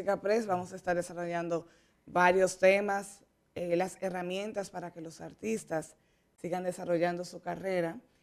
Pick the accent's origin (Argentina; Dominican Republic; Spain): Dominican Republic